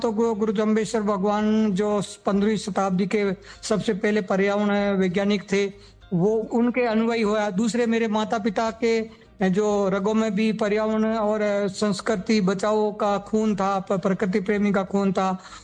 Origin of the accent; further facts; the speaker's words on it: Ekal Ghori, Rajasthan, India; मैं ओशिया तहसील के गांव एकल घोरी का रहने वाला हूं